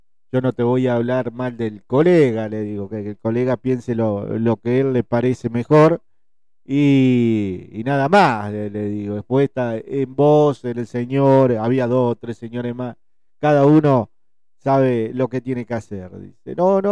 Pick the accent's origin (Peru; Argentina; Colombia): Argentina; Buenos Aires; also born or lived in Concepción del Uruguay, Entre Ríos; now in Diamante, Argentina; viví mucho tiempo en Concepción del Uruguay. En realidad yo soy de Buenos Aires, pero viví un tiempo en Concepción y en otros lugares de la provincia.